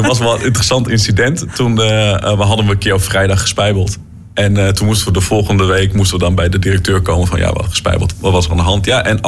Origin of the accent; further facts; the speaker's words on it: East Germany, Germany; Toen ik klein was nog in Oost-Duitsland.